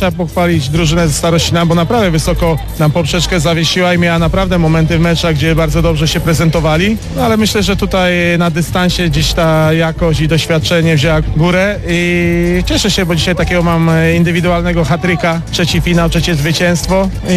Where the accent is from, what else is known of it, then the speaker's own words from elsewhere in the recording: Lubin, Lower Silesian Voivodeship, Poland; born there; Urodziłem się w Lubinie, grałem w Lubinie, świętowałem awans z ekstraklasy, czemu nie?